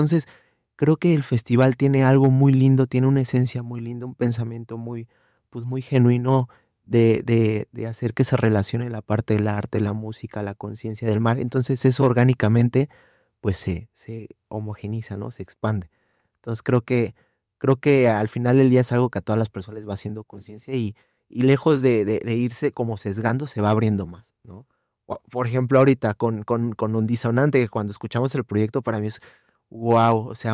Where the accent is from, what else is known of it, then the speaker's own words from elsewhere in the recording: Mexico; Yo no vivo allá, yo soy de aquí de México